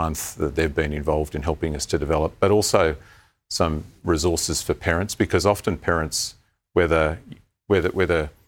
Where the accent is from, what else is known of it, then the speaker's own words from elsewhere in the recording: Cabramatta, New South Wales, Australia; I'm a kid from Cabramatta who is the first person in my family to finish year 10